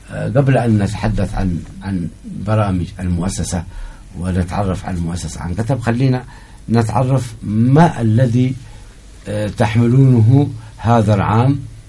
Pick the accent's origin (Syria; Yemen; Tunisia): Yemen; Hadhramaut; صار عندنا في حضرموت كثير من المتسربين من الدراسة